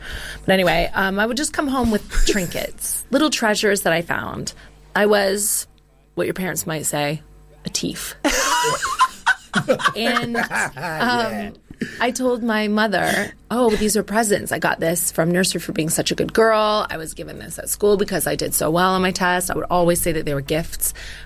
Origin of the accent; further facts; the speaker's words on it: Sarnia, Ontario, Canada; because I'm from Sarnia, which is very close to Detroit.